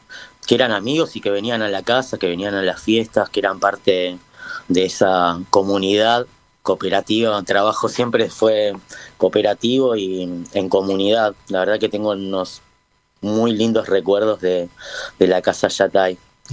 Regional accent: Haedo, Buenos Aires Province, Argentina; born there; yo soy de acá, de AEDO, nacido en AEDO. Y bueno, mis viejos se conocieron en el 79, en el 80 nací.

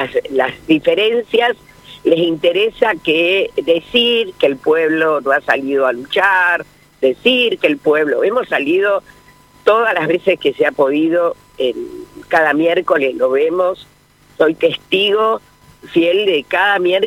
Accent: Argentina; yo me crié en Villa Constructora, un país, siempre lo digo, de tanos y gallegos y de españoles

